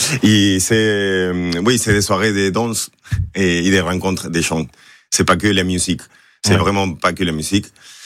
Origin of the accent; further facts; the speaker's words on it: Uruguay; moved away as an adult; now in France; Pour moi je viens d'Uruguay.